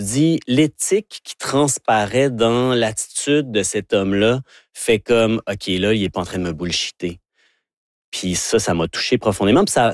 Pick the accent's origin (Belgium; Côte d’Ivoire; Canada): Canada; Vanier; born there; Oui, je suis né à Vanier, en face du marché du store. Mais, donc, je suis un deuxième génération.